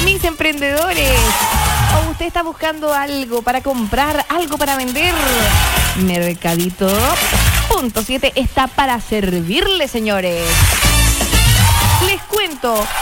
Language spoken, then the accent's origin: Spanish; Curaco de Vélez, Los Lagos, Chile; saluda a Curaco de Vélez. Por supuesto que sí, mi tierra querida y hermosa. Mi tierra de molinos.